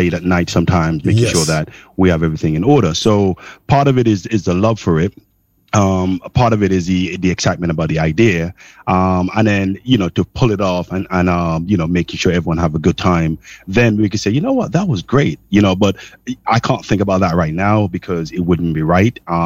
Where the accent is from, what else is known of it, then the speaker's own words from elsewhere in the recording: Montserrat; I grew up in Montserrat. I was born in Montserrat, and I still remember Sturge Park.